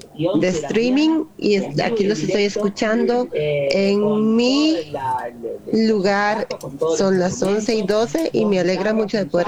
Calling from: Costa Rica; soy periodista de Costa Rica

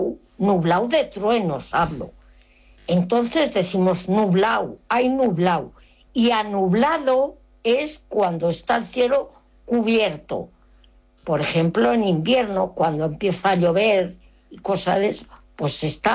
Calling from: Roa, Castile and León, Spain

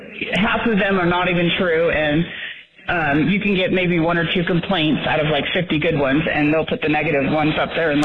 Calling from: Sonora, California, United States; I'm calling from Sonora.

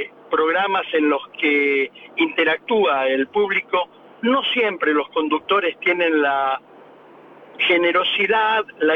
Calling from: El Pato, Buenos Aires Province, Argentina; vivo en El Pato, partido de Berazategui.

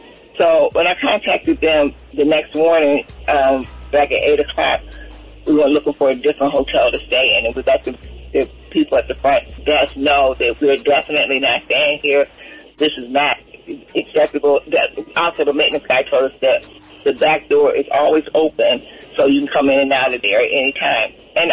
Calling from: Atlanta, Georgia, United States; from Atlanta.

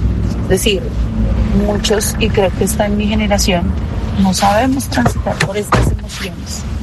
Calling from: Bogotá, Colombia; yo vivo en Bogotá

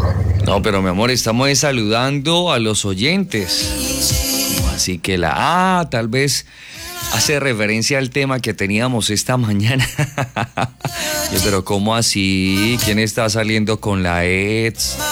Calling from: El Zulia, Norte de Santander, Colombia; soy de El Zulia, norte de Santander

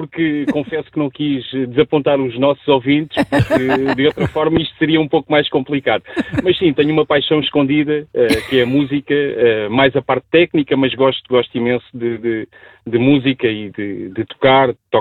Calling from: Barreiro, Setúbal, Portugal; partilhamos as mesmas origens, somos do Barreiro

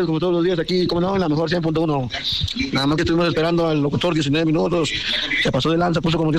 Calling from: Mexico; Nosotros somos mexicanos de hueso colorado

